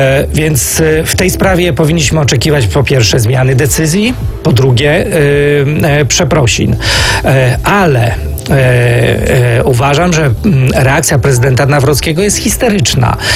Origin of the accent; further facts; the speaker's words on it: Ustrzyki Dolne, Subcarpathian Voivodeship, Poland; Ja sam zresztą chodziłem do szkoły w Ustrzykach Dolnych, w Bieszczadach się wychowałem, miałem w klasie Ukraińców.